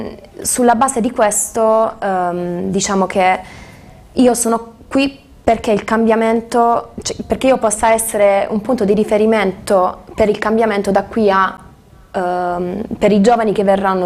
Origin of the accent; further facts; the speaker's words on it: Crispiano, Apulia, Italy; Sì, io sono di Crispiano.